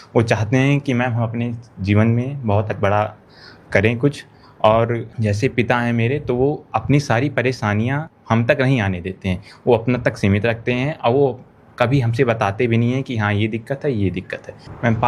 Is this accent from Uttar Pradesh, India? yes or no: yes; Ayodhya, Uttar Pradesh, India; मैं first year का student हूँ, मैं अयोध्या का रहने वाला हूँ।